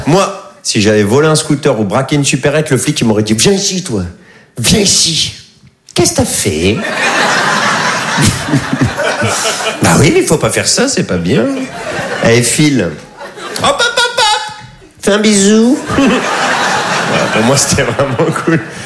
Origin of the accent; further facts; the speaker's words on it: Bondy, Île-de-France, France; also born or lived in Paris; Je suis né à Paris, moi j'ai grandi à Bondy dans le 9-3. Si, si. Aïe. On est hyper fiers quand on vient de la banlieue. Ouais, Bondy, Mbappé, la famille, t'inquiète, si, si.